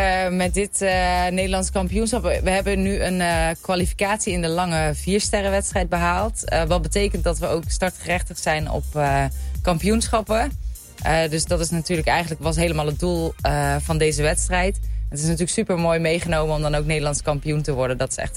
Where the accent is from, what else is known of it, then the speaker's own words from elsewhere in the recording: Batman, Batman Province, Turkey; also born or lived in Enschede; now in Netherlands; Ja, ik ben al een heel tijd verhuisd naar Brabant. Maar inderdaad, oorspronkelijk kom ik uit Batman en ik heb in Enschede op de universiteit gestudeerd.